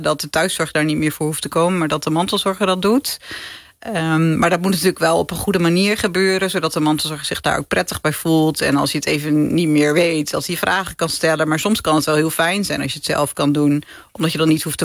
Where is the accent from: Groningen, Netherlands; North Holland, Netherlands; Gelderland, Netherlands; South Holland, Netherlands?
Groningen, Netherlands; Ja, ik kom uit Groningen en dit nummer doet mij heel erg aan mijn vader denken, die er helaas niet meer is.